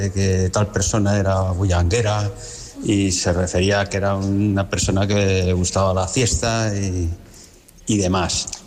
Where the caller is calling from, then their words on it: Madrid, Community of Madrid, Spain; soy de Madrid.